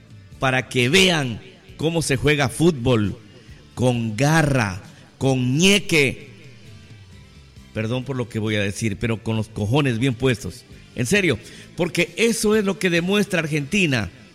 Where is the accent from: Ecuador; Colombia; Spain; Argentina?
Ecuador; nuestro fútbol, el fútbol ecuatoriano